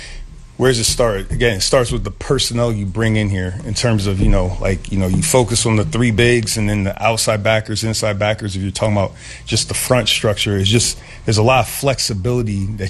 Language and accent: English; Waterbury, Connecticut, United States; You know, here I'm a kid from Waterbury, Connecticut. You know, wasn't a good football player.